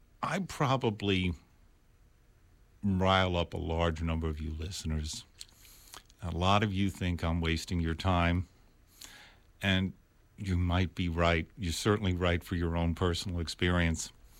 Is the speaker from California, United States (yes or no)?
no; New York, United States; my hometown the same as it goes for all these other places, seeing as it's this small city, obscure in the Northeast Corridor location called New York.